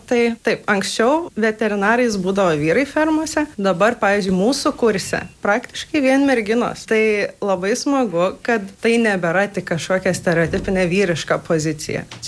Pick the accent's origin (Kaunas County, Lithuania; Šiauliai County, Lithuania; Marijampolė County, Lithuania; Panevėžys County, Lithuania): Panevėžys County, Lithuania; Pasvalys; gimiau ir augau Pasvaly, vasaras leisdavau kaime pas močiutę